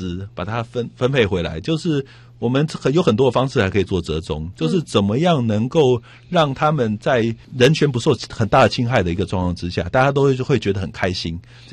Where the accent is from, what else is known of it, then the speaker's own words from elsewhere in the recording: Taiwan; 我们台湾人